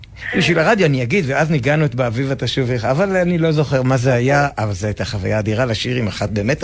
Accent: Yiftah, Northern District, Israel; הייתה אצלנו בקיבוץ יפתח

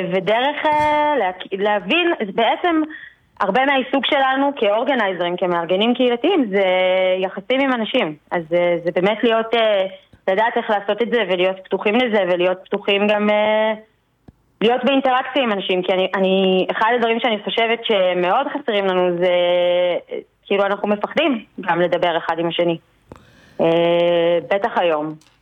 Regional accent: Sderot, Southern District, Israel

